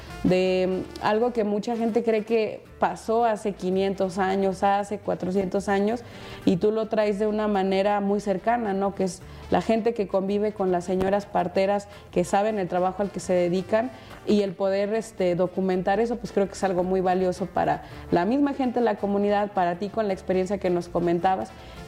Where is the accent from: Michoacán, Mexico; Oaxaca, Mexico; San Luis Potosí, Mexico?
Oaxaca, Mexico; al menos en la gente de mi comunidad, que te digo, somos originarios de Oaxaca